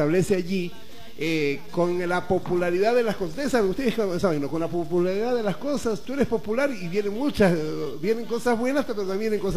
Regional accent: Guayaquil, Guayas, Ecuador; moved away; de donde yo vengo, de Guayaquil

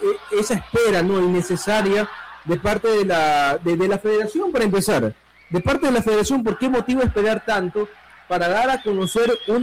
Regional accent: Ecuador; Orgullosamente ecuatoriano toda la vida, espero que en la otra vida también ser ecuatoriano

